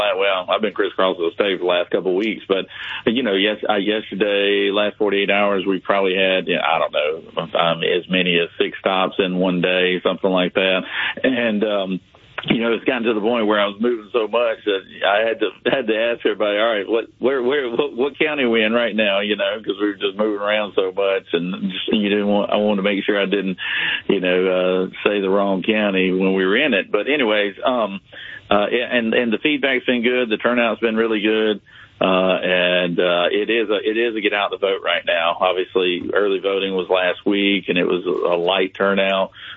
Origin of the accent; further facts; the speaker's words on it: Jackson, Georgia, United States; it's here in my hometown in Jackson, Georgia.